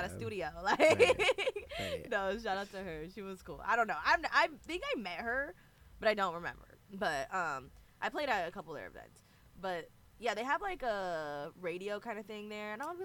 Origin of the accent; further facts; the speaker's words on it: the Bay Area, California, United States; I'm from the Bay, and, like, I've just grown up here